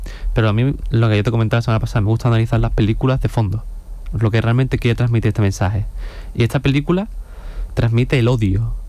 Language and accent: Spanish; Jerez de la Frontera, Andalusia, Spain; Yo soy de Jerez, no soy de Houston